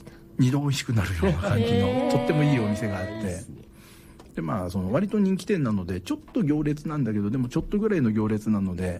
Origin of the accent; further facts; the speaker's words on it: Tatebayashi, Gunma, Japan; now in Tokyo, Japan; 僕はもともと群馬の館林っていうところの出身なので、